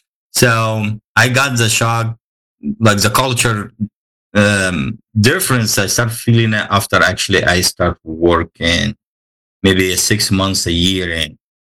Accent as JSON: {"language": "English", "country": "Egypt", "tie": "born or raised there", "second_language": "English", "moved": "yes", "lives_now": "Kansas City, United States", "said": "Like I grew up in Egypt, and we have Egyptian Muslims and Egyptian Christians, and this is the only people you get. And when I came here, I can see Americans"}